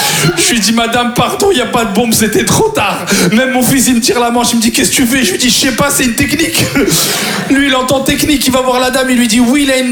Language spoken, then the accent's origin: French; France; quand on est français à l'étranger et qu'on appelle notre ambassade, il y a un sentiment de fierté